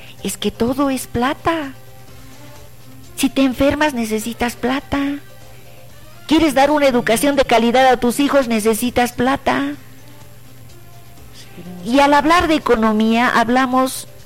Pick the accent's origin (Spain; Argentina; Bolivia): Bolivia; nosotros somos acá pinches 12 millones de bolivianos.